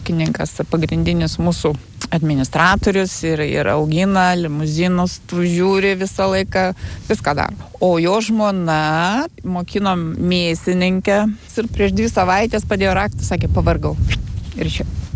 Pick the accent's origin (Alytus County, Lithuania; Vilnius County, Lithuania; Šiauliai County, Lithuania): Vilnius County, Lithuania; Vilnius; moved away as an adult; Tai mes pabėgom iš Vilniaus. Vyras iš Kauno, aš iš Vilniaus, bet visą laiką Vilniuje gyvenom ir dirbom.